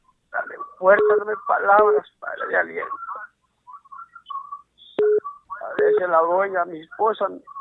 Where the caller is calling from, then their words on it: Honduras; De Llanera